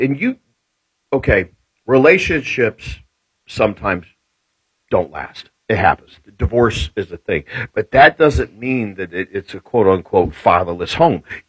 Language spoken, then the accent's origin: English; Indianapolis, Indiana, United States; I am an indie guy. I grew up in Indianapolis. I love the city of Indianapolis.